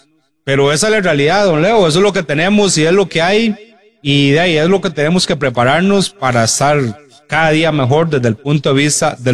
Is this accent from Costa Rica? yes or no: yes; Costa Rica; Entonces, como un costarricense más, lamentablemente, a ver los toros desde la barrera